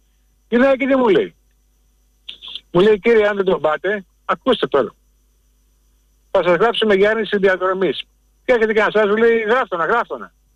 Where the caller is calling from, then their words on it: Piraeus, Attica, Greece; από τον Πειραιά.